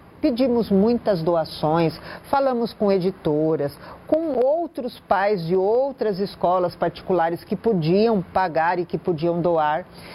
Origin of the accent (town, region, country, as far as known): Brazil